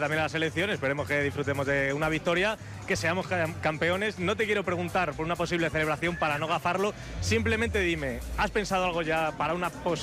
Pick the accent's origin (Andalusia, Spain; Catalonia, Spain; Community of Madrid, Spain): Community of Madrid, Spain; Madrid; vecino de Aluche, los dos somos de Aluche